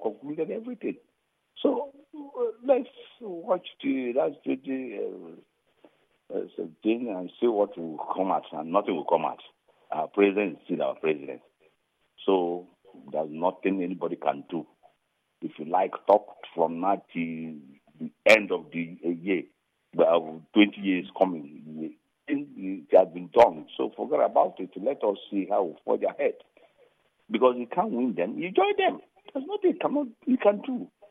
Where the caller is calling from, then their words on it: Morocco; I'm calling from Morocco.